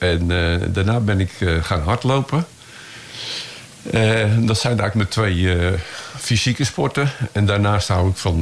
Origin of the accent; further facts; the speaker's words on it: Amsterdam, North Holland, Netherlands; born there; now in Bollenstreek, Netherlands; Ik ben geboren Amsterdammer eigenlijk.